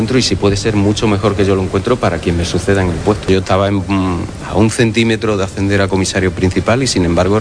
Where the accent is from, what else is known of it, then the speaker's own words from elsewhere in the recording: Córdoba, Andalusia, Spain; Córdoba es mi tierra y yo aquí me siento a gusto, aquí está toda mi familia en Peñarroya Pueblo Nuevo